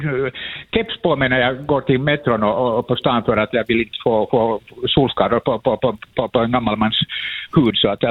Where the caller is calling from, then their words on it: Porvoo, Uusimaa, Finland; Det var därför jag kom inköras från Borgå till stan